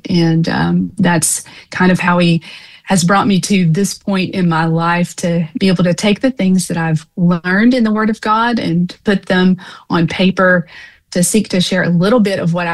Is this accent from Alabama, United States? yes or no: yes; Florence, Alabama, United States; moved away as an adult; also born or lived in Tuscumbia, Alabama; now in Birmingham, United States; I am originally from Florence, Alabama, born and raised in Florence, and then lived across the river in Tuscumbia. So North Alabama girl. I currently reside with my husband in Birmingham, Alabama